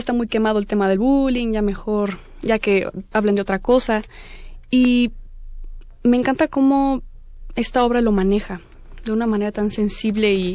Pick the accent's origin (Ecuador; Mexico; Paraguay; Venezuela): Mexico; Toluca, State of Mexico; nosotros somos de Toluca, esta compañía es toluquense